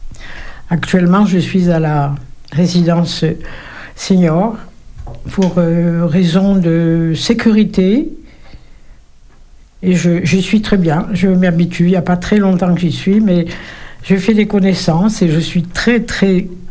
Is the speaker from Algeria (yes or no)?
yes; Oran, Oran Province, Algeria; born there; Je suis née à Oran, en Algérie, avec des parents qui travaillaient beaucoup, qui avaient des pâtisseries.